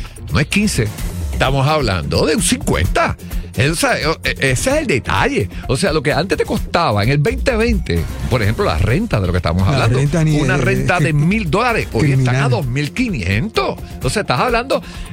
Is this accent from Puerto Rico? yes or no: yes; Arecibo, Puerto Rico; moved away; Yo soy de Arecibo.